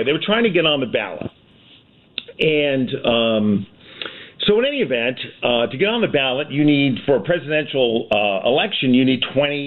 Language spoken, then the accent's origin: English; Jamestown, Rhode Island, United States; And those clerks, particularly in the small towns like Jamestown, my hometown, it's so small, there aren't a lot of signatures to compare